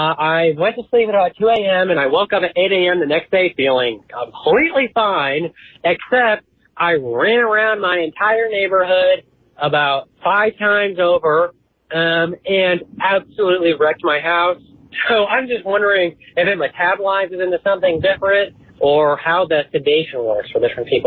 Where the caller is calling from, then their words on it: Fort Wayne, Indiana, United States; calling from Fort Wayne.